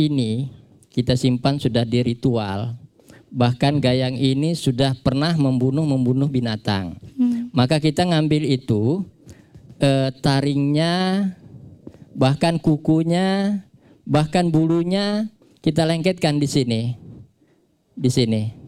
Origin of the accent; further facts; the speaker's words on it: North Kalimantan, Indonesia; Kalau kita orang Tidung, penyucian besi ini pada waktu bulan Safar.